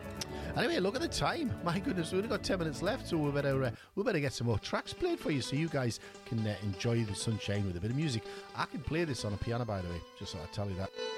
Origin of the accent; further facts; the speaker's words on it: United Kingdom; For non-European, which we are, we're British